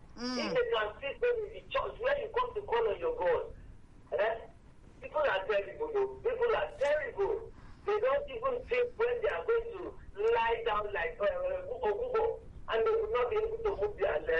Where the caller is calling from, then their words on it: Nigeria; I'm calling from Ibeji.